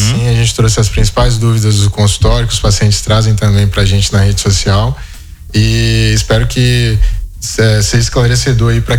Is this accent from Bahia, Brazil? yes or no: yes; Piatã, Bahia, Brazil; now in São Francisco, Brazil; Eu sou natural da Bahia. Eu sou da região lá da Chapada Diamantina. A cidade chama Piatã.